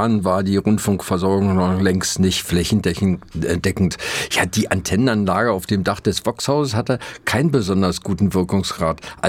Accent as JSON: {"language": "German", "region": "Berlin", "country": "Germany", "said": "Wir Westberliner"}